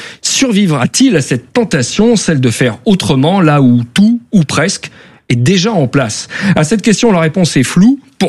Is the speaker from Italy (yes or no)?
yes; Italy; Parce que je suis italien, comme Manu.